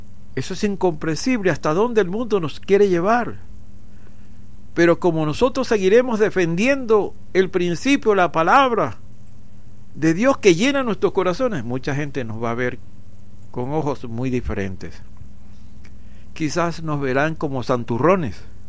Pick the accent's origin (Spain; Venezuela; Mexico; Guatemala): Venezuela